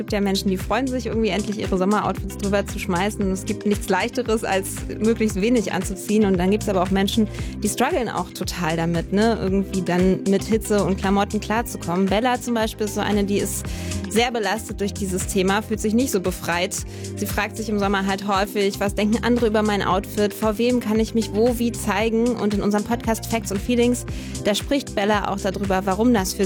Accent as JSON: {"language": "German", "region": "Berlin", "country": "Germany", "said": "Neben Berlin, auf Berlin lasse ich als Berlinerin natürlich nichts kommen."}